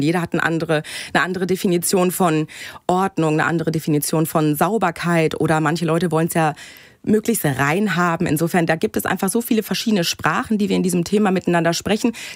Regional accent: Bochum, North Rhine-Westphalia, Germany; born there; Ich komme gebürtig aus Bochum, richtig.

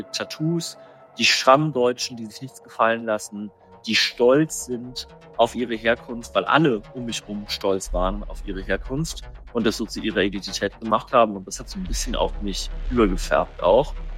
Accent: Germany

